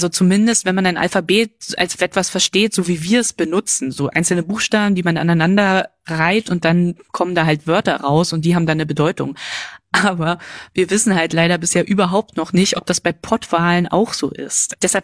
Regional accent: Berlin, Germany; accent: Berlinisch; Und ich komme aus Berlin und wenn ich dann auch noch mehr Berlinere, dann sage ich Hake und Hacke.

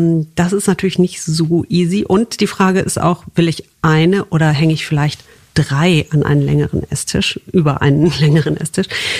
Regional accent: Wuppertal, North Rhine-Westphalia, Germany; Ja. Stimmt, ich komme aus der Stadt des Kobolds.

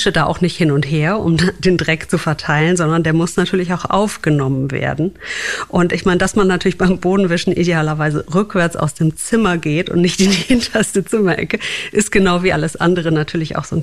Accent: Wuppertal, North Rhine-Westphalia, Germany; Also dieses Einweichen, bis es sauber ist, ne, das nannte man in meiner Heimat Wuppertal Reinweichen.

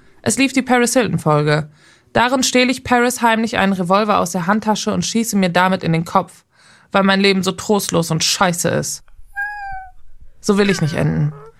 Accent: Athens, Attica, Greece; Ich komme aus Griechenland. Ich wurde in Athen geboren.

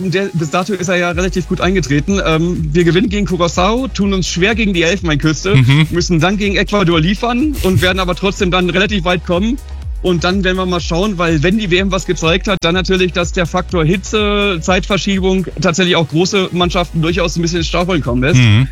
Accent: Germany; als Deutsche

